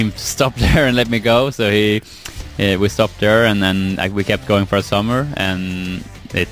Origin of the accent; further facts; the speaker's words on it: Kumla, Örebro County, Sweden; close to where I grew up in Kumla, Sweden